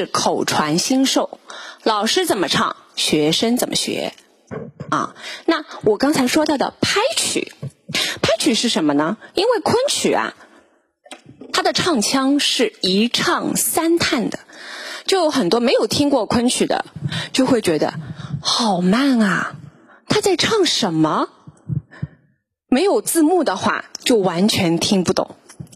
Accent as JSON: {"language": "Chinese", "region": "Shanghai", "country": "China", "said": "我是上海人"}